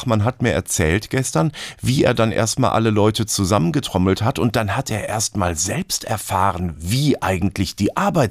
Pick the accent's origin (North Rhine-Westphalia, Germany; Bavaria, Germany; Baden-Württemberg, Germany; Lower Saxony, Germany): North Rhine-Westphalia, Germany; Ich komme ja aus dem Ruhrgebiet und wir haben nicht nur die Ruhrtriennale, sondern ohne Ende Kulturveranstaltungen